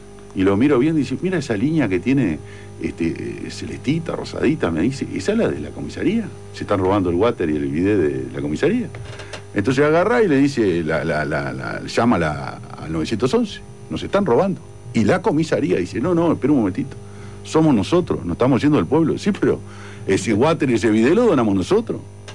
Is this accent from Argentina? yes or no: no; Uruguay; somos tan uruguayos